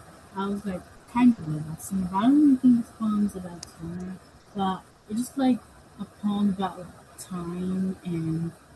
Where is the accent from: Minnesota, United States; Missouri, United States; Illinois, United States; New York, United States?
New York, United States; Hudson; I'm 15. I'm 12 years old, and I'm also from Hudson.